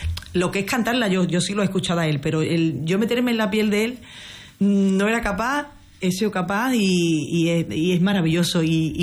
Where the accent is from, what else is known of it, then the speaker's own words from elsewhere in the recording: Huelva, Andalusia, Spain; yo soy de Huelva Capital